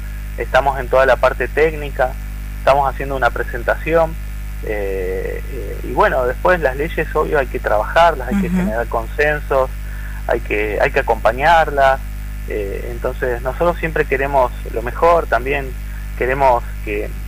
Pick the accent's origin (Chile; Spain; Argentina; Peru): Argentina; Neuquén; moved away as an adult; also born or lived in Mendoza / Buenos Aires; yo soy de Neuquén, me fui a estudiar a Mendoza, viví en Capital mucho tiempo y hace seis años decidí pegar la vuelta, como todos los neuquinos que nos vamos a estudiar a otro lado, y rionegrinos también.